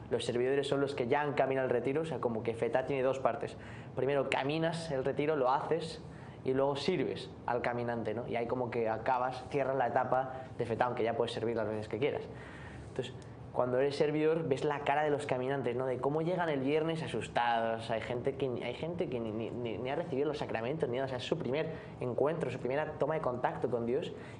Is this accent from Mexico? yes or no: no; Spain; now in Miami, United States; Y yo que vengo de España también